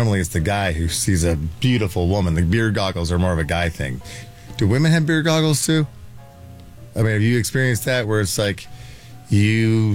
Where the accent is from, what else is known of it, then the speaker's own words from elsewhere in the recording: West Terre Haute, Indiana, United States; my hometown, West Terre Haute.